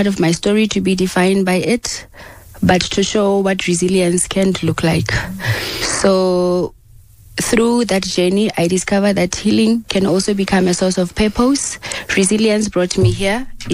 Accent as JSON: {"language": "English", "town": "Bloemfontein", "region": "Free State", "country": "South Africa"}